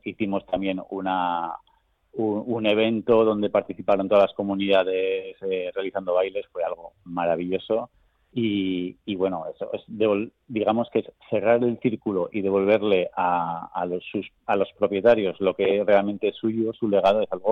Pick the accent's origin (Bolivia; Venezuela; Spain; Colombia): Spain; Zaragoza, Aragon; moved away as an adult; con mi novia y mi trabajo en el gobierno de Aragón, porque yo soy de Zaragoza, y lo dejé absolutamente todo en el año 2010 y me fui a Indonesia con una beca que gané del gobierno de Indonesia.